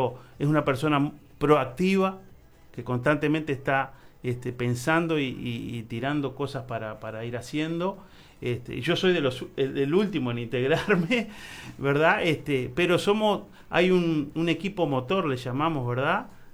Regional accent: Florida, Uruguay; moved away as an adult; now in Atlántida, Uruguay; Mi señora y yo nos mudamos en octubre del año pasado para Atlántida. Nosotros somos oriundos de Florida. Y no conocíamos a nadie aquí

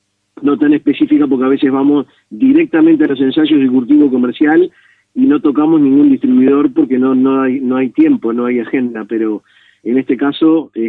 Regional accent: Uruguay

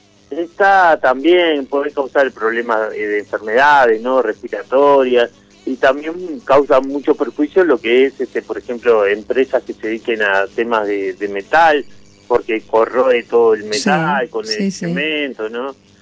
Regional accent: Montevideo, Uruguay; yo voy desde niño a Cerro Largo, pues mi familia es toda de ahí, yo soy de Montevideo.

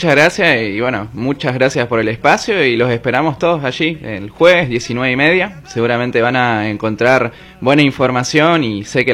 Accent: Misiones, Argentina; Soy de Misiones, del norte.

